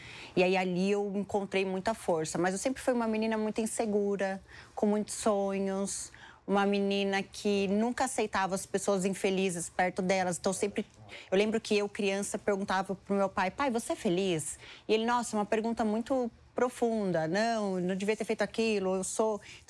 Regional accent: São Paulo, Brazil; born there; Sou nascida em São Paulo, 5 irmãos, nós somos em 5 filhos.

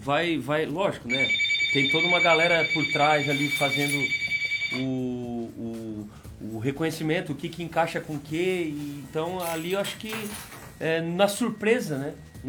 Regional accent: Balneário Rincão, Santa Catarina, Brazil; Balneário Rincão, a gente é do Rincão

